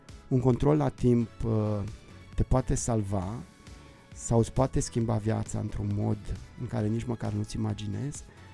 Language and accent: Romanian; Transylvania, Romania; Eu sunt din Ardeal